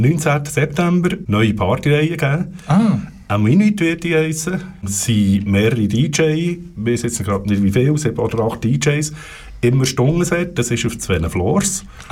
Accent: Switzerland; Ein bisschen kann ich Französisch. Also ich bin Schweizer

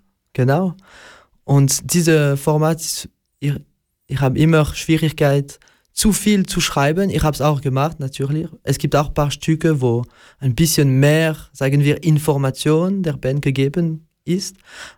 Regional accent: Sicily, Italy; ich bin ja Italiener und war auch aus Sizilien.

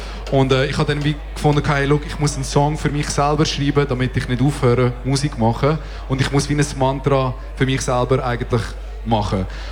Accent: southern Spain, Spain; accent: southern Spanish; Okay, ich habe so einen südspanischen Akzent. Andere würden sagen Bendecido.

